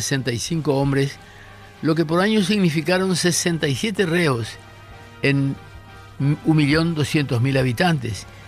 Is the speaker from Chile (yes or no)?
no; Paraguay; quiénes somos los paraguayos